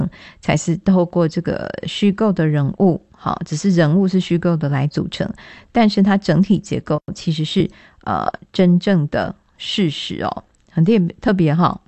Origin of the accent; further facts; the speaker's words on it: Taiwan; 交流之中他发现我们是来自台湾，他一直跟我们鞠躬道谢